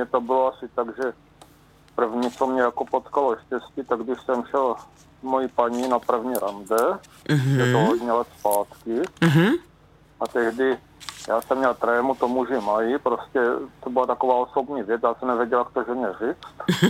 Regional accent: Olomouc, Olomouc Region, Czechia; Já jsem se modlil, já jsem věřící člověk, z Olomouce.

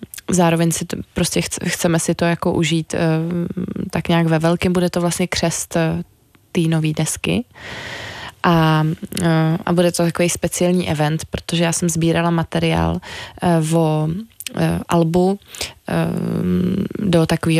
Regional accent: Prague, Czechia; born there; A ta Praha je taková pro mě jako výjimečná, jednak je to moje rodné město a jednak je to takový jako trh sám o sobě, jo?

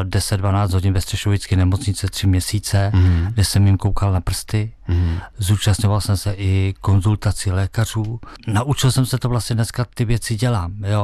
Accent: Mladá Boleslav, Central Bohemian Region, Czechia; moved away as an adult; also born or lived in Třebíč / Moravské Budějovice / Šluknov; now in Český Dub, Czech Republic; já jsem se narodil v Třebíči, bydlel jsem v Moravské Budějovici do 6 let, pak jsme se s rodinou přestěhovali do Mladé Boleslavy, tam jsem vyrůstal, založil jsem si rodinu

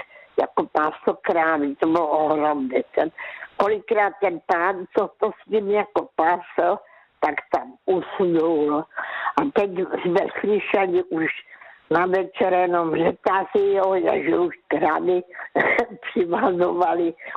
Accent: Karolinka, Zlín Region, Czechia; born there; now in South Moravia, Czechia; Takže já jsem se narodila v Karolince, to byla vesnice, dneska je to městí.

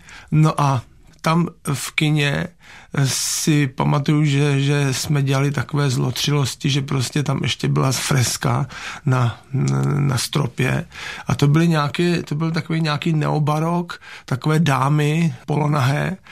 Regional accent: Prague, Czechia; A já jsem vyrůstal na Ořechovce, což je takové to jedno z prvních zahradních měst, které vyrostlo za první republiky a podělili se na tom významní čeští architekti.

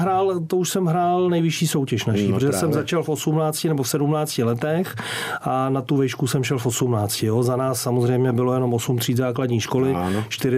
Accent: Litvínov, Ústí nad Labem Region, Czechia; Ale samozřejmě hokej jsem si vybral, protože jsem se narodil v Litvínově.

